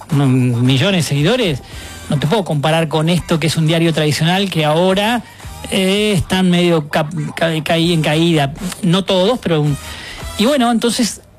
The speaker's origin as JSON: {"language": "Spanish", "region": "La Pampa", "country": "Argentina", "moved": "yes"}